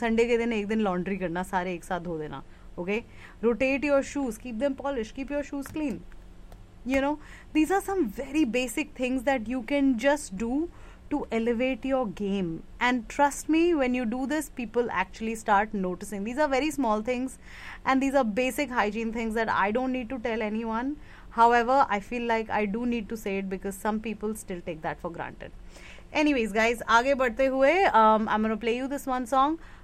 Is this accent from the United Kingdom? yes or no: no; India; hey, …, you are Indian. Maine kaha, yeah, I am Indian.